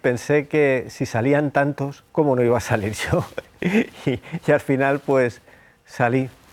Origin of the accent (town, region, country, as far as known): Madrid, Community of Madrid, Spain; born or raised there; moved away